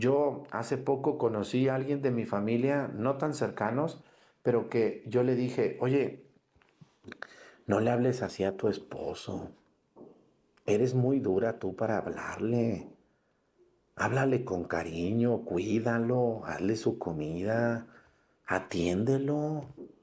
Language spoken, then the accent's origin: Spanish; Mexticacán, Jalisco, Mexico; Había ahí en mi pueblo en Mestecacán